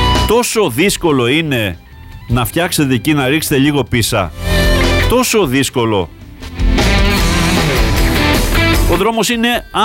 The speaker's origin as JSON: {"language": "Greek", "town": "Lykoudi", "country": "Greece", "said": "στο χωριό μου, στο Λυκούδι?"}